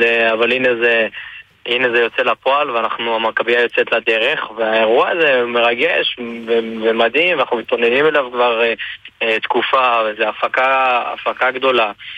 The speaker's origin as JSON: {"language": "Hebrew", "region": "Northern District", "country": "Israel", "said": "אני נפצעתי לפני 11 שנים, אני מרמת הגולן, שבוע לפני הבר מצווה ונפצעתי מחשמל"}